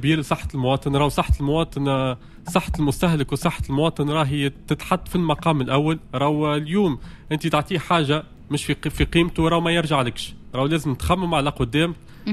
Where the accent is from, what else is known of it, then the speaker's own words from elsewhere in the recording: Tunisia; يوم شفنا خدمة كبيرة خدمتها بلدي تونس